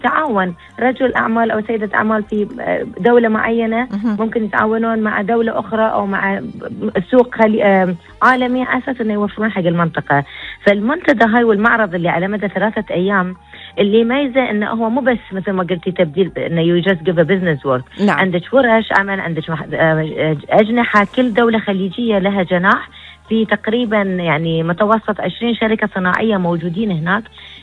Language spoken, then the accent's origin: Arabic; Bahrain; احنا كبحرينيين